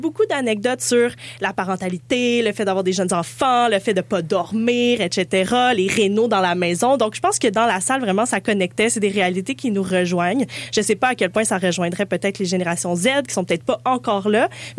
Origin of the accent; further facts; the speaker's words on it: Montreal, Quebec, Canada; Puis je pense qu'on se reconnaît en tant que Montréalais aussi là